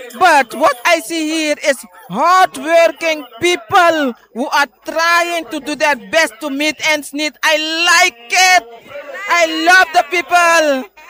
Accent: Suriname; I'm also from Suriname.

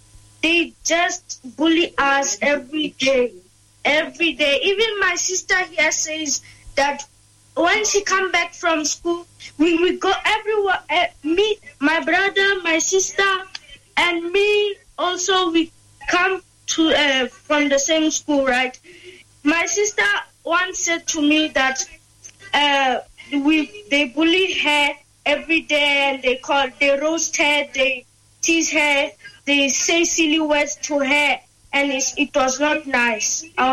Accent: Ghana; now in South Africa; Yes, I am a Ghanaian.

